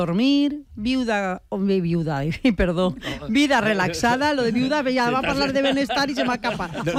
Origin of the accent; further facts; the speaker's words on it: Valencian Community, Spain; Jo que soc de l'Horta no entenc una altra forma de vida.